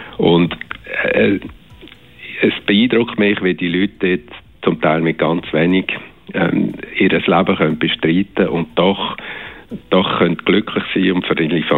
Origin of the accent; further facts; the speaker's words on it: Switzerland; wir kommen aus der Schweiz